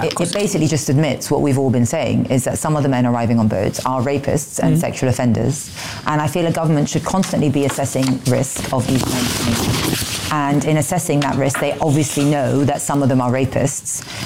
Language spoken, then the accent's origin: English; Egypt; So I'm from Egypt.